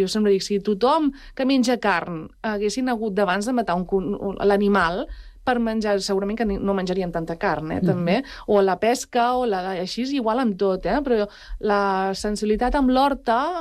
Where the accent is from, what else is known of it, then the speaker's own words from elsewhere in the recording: Palau-sator, Catalonia, Spain; Jo a vegades, no, sóc de la Bisbal, saps? De l'Empordà, no sé què, tal, no, sóc de Palau-sator, i ara ho dic ben alt, no? I sóc de pagès.